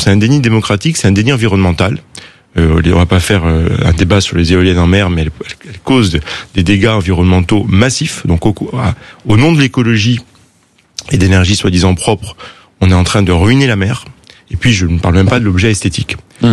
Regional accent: Corsica, France; Non, je suis Corse. J'ai pas de maison en Corse, je suis Corse.

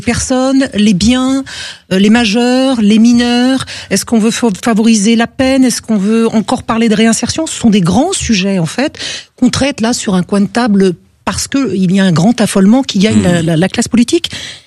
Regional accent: Toulouse, Occitanie, France; born there; Je suis née à Toulouse, mais mes vacances, c'est le Gers.

